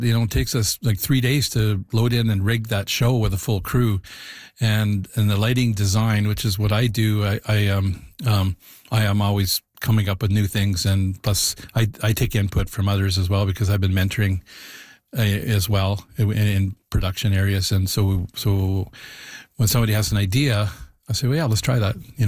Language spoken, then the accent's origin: English; Yukon, Canada; Then as I started traveling and people found out that I was from the Yukon, everybody was interested.